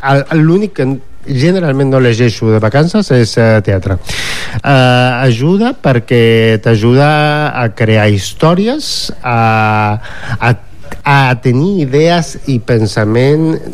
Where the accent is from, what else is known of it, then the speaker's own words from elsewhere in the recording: Argentina; em ve que és el primer llenguatge que jo vaig aprendre abans d'aprendre a escriure castellà, perquè soc d'Argentina.